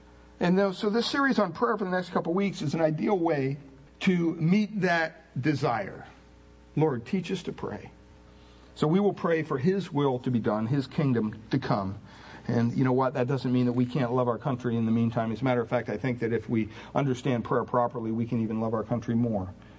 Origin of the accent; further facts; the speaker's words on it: United States; as an American